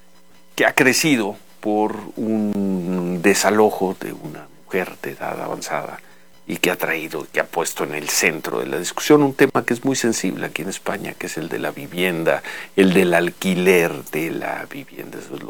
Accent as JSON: {"language": "Spanish", "region": "Mexico City", "country": "Mexico", "tie": "born or raised there", "said": "Así que crecimos viendo campamentos, sí, en el Zócalo y por todos lados."}